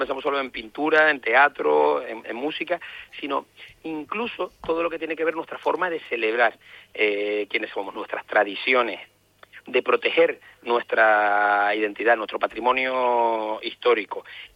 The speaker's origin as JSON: {"language": "Spanish", "region": "Canary Islands", "country": "Spain", "said": "cómo somos los canarios, cómo damos respuestas a los retos los canarios, ¿no?"}